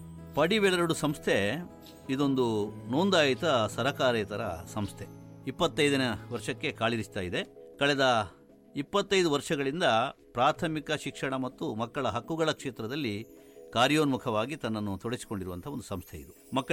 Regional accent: Mangaluru, Karnataka, India; ಆದರೂ ಮಂಗಳೂರಿನ ಪೇಟೆಯ ಪರಿಚಯ ಪೂರ್ತಿ ಮಾಡಿಕೊಳ್ಳಲಿಕ್ಕೆ ಸಾಧ್ಯ ಆಗಲಿಲ್ಲ. ಅಷ್ಟು ವಿಸ್ತಾರವಾಗಿದೆ ನೋಡಿ ನಮ್ಮ ಊರು.

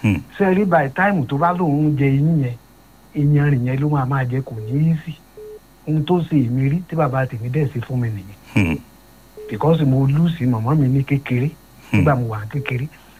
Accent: Ibadan, Oyo, Nigeria; nǹkan tó ṣe mí náà nígbà tí mo wà kékeré ni ìbàdàn sọ yẹn mo rántí.

